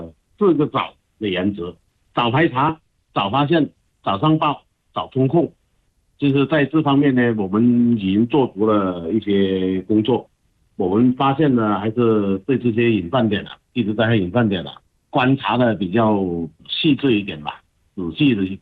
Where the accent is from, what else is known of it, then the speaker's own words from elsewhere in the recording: China; 我们是土生土长的本村人